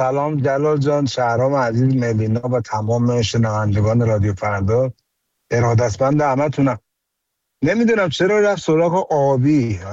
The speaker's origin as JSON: {"language": "Persian", "country": "Iran", "said": "به عنوان یه ایرانی میتونم بگم دوم ایرانی میلیاردر و پولدار دنیا باشه."}